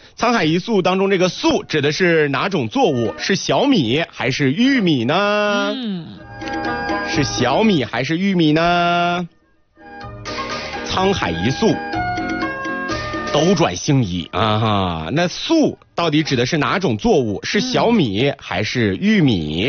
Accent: China; 没事的时候路过二里半拍两张照片啊，和我的家乡合个影。

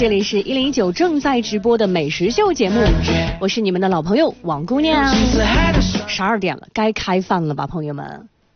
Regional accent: Yuncheng, Shanxi, China

